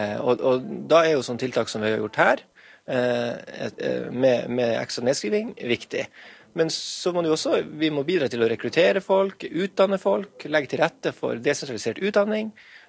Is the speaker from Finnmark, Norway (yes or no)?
yes; Kjøllefjord, Finnmark, Norway; Og jeg ser jo det både hjemme i Kjøllefjord, her i Nordkap, i Alta, så har det vært kø på lærerutdanning.